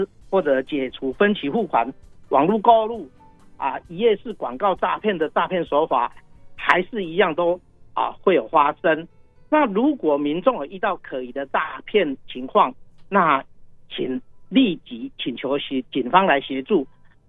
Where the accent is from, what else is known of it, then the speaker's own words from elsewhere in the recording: Lukang, Changhua County, Taiwan; 我们鹿港彰化这边也有很多的一个小吃，还有控骂崩啊，这个部分都相当的知名啊，也欢迎啊全国各地的这个游客到我们彰化这边来这边吃肉圆啊